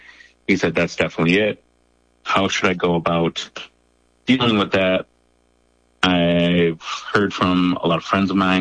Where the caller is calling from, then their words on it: Milwaukee, Wisconsin, United States; I'm calling from Milwaukee, Wisconsin.